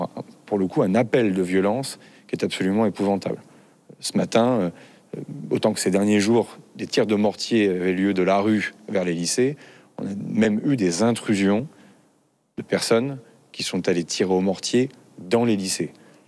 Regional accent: Vernon, Normandy, France; je suis dans la ville dans laquelle je suis élu, dans laquelle j'ai grandi, à Vernon dans l'Eure.

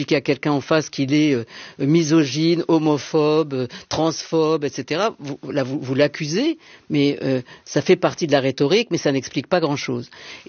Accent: Marseille, Provence-Alpes-Côte d'Azur, France; now in Paris, France; Je suis arrivée à Paris en 1972 parce que j'étais entrée à Normale Sup, je venais de Aix et de Marseille.

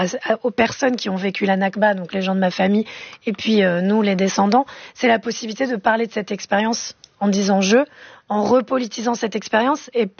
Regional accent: France; born there; Nous, on est né en France, on a une chance et on est privilégié parce que on est française, on a un passeport français qui nous permet de nous déplacer.

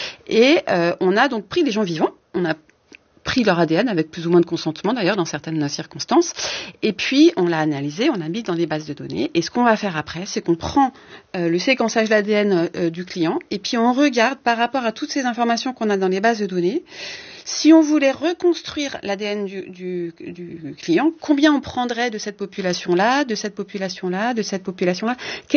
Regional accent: Paris, Île-de-France, France; born there; Donc, moi, je trouve que je suis née à Paris, donc je vais être étiquetée parisienne

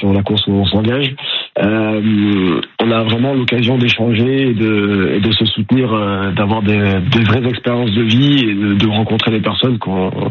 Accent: Provence-Alpes-Côte d'Azur, France; Moi, du coup, je suis originaire de la Côte d'Azur. Je suis grandi à Montsartou, donc pas bien loin de Nice.

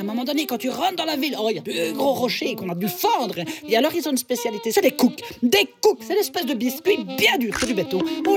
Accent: Belgium; enchantée … de Belgique. Ah ben voilà, c'est peut-être pour ça que j'ai un accent finalement.

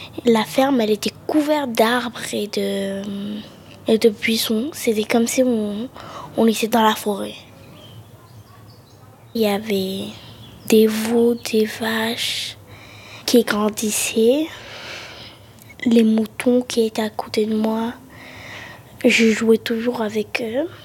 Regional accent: Khartoum, Sudan; moved away; Je suis née au Soudan, dans la ville de Khartoum, et j'habitais dans une petite île au centre du Khartoum. Elle s'appelait Touti.

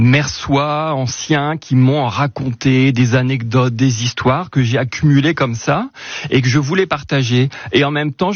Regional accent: Saint-Quentin, Hauts-de-France, France; born there; moved away as an adult; also born or lived in Amiens; now in Mers-les-Bains, France; moi je suis Picard, je me suis vraiment rapproché au cours de mon parcours de la mer. Je suis né à Saint-Quentin.

